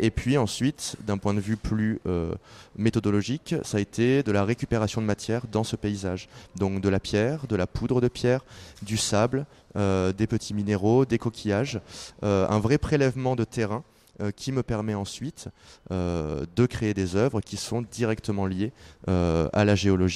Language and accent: French; Nîmes, Occitanie, France; now in Toulon, France; je suis originaire de Nîmes, mais j'habite à Toulon. Ouais, voilà. J'habite à Toulon depuis 6 ans